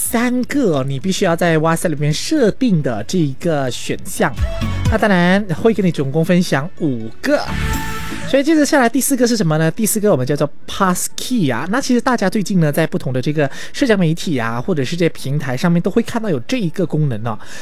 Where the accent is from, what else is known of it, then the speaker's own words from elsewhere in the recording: Malaysia; 那这个呢，我觉得特别适合我们马来西亚人。